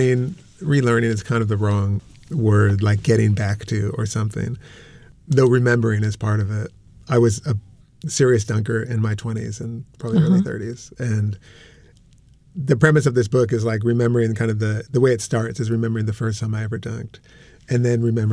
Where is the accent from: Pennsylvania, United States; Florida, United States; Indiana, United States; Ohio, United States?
Pennsylvania, United States; I grew up outside of Philadelphia, so it's a lot about like sort of Dr. J and Charles Barkley.